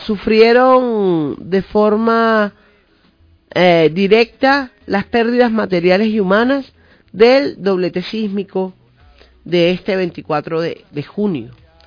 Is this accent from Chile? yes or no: no; Venezuela; somos venezolanas y venezolanos